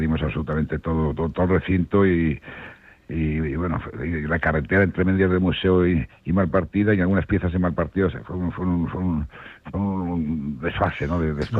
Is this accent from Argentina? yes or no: no; Spain; siendo un pintor español